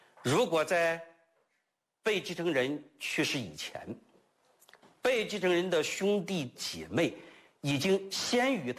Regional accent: China

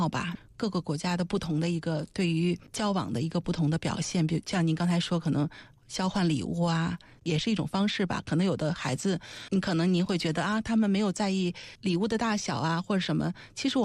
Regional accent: China; 因为我们身为中国人

